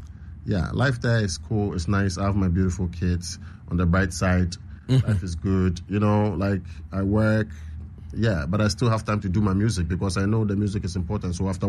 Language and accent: English; Ashanti, Ghana; I come from the Ashanti Kingdom, so that's why I speak this language.